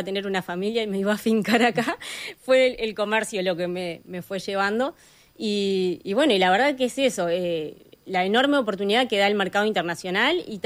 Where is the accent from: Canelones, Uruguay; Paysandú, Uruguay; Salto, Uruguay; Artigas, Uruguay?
Paysandú, Uruguay; moved away as an adult; now in Montevideo, Uruguay; yo soy de Paysandú.